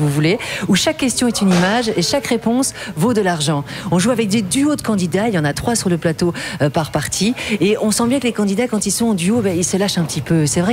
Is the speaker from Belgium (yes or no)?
yes; Brussels, Brussels-Capital Region, Belgium; Moi, je suis bruxelloise en fait d'origine et au départ, et j'ai découvert le Hainaut, la Wallonie.